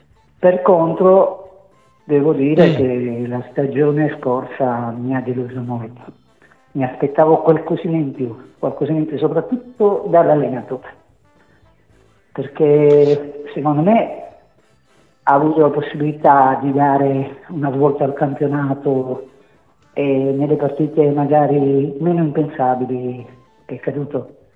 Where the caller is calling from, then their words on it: Taranto, Apulia, Italy; Da Taranto